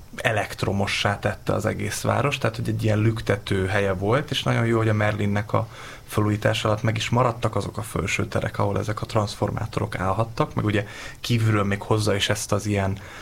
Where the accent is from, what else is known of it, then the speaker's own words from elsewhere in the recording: Szeged, Csongrád-Csanád, Hungary; De én meg szegedi vagyok